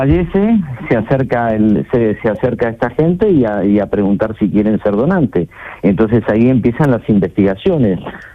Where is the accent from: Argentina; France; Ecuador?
Argentina; now in Marbella, Spain; No, no soy de Huelva, no soy español, soy argentino, pero llevo viviendo en España desde el año 81.